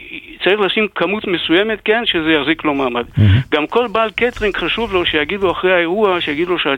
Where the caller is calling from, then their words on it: Jerusalem, Jerusalem District, Israel; אני מירושלים.